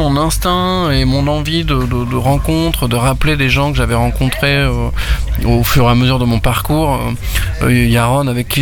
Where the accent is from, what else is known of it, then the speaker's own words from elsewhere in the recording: Occitanie, France; born there; Moi, je viens je suis né dans le Lot